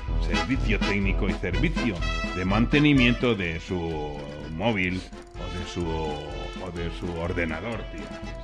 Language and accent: Spanish; Spain; Y bueno, uno como español, uno piensa siempre en que la fiesta debería continuar.